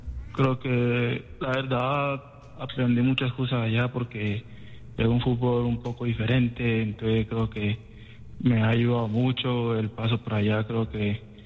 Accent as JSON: {"language": "Spanish", "town": "Apartadó", "region": "Antioquia", "country": "Colombia", "said": "Yo soy de Apartado, Antioquia."}